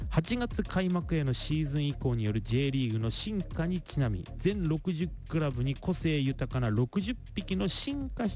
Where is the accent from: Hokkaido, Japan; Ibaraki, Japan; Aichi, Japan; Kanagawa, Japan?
Ibaraki, Japan; で我らが茨城ですよ、もう俺の地元ね、隣に事務所はあっけど、俺の地元は鹿島アントラーズなわけだ。